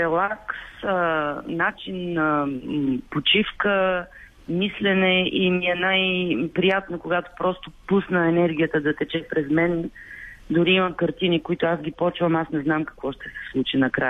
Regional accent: Burgas, Burgas Province, Bulgaria; born or raised there; moved away

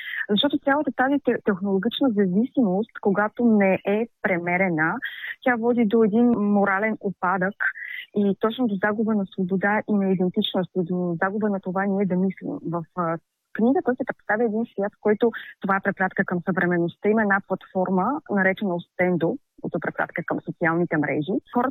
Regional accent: Haskovo, Haskovo Province, Bulgaria; аз съм родом от Хасково.

